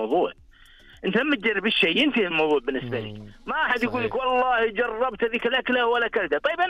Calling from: Saudi Arabia

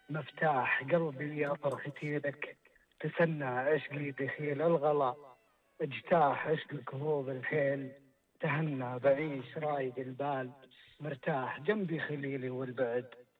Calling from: Khobar, Eastern Province, Saudi Arabia; من الشرقيه الخبر

